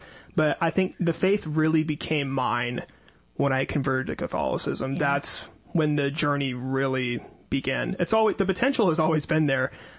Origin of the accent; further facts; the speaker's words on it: Wilmington, North Carolina, United States; moved away as an adult; now in Raleigh, United States; I grew up in Wilmington, and I'm here for college, and it was during my college journey when I found Catholicism.